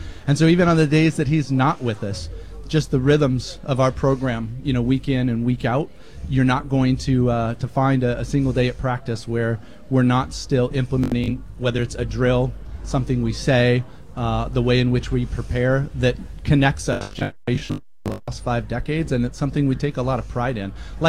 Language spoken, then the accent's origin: English; Lynden, Washington, United States; being from Linden, in those days growing up